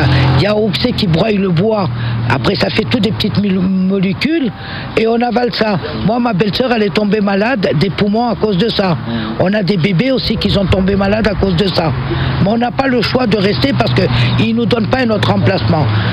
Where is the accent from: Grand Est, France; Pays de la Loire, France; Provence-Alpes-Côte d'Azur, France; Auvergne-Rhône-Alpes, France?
Provence-Alpes-Côte d'Azur, France; Manosque; born there; nous, les gens du voyage. Et pourtant, on est français. Moi, je suis né à Manosque, j'ai 67 ans.